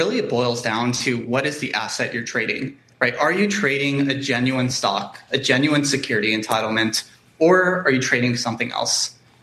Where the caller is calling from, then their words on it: Tokyo, Japan; Maybe I should say good evening, given I'm calling in from Tokyo.